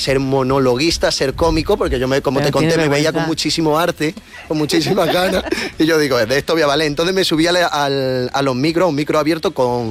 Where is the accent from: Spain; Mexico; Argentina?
Spain; Frigiliana, Andalusia; No, soy de Frigiliana. Y con orgullo